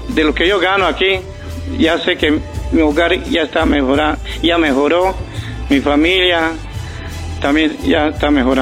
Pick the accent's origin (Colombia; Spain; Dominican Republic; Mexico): Mexico; Hidalgo; moved away; la gente de mi pueblo, de Suma, de Hidalgo